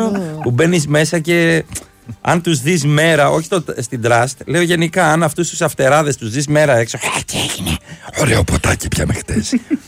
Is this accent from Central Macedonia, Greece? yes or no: no; Menidi, Attica, Greece; also born or lived in Liosia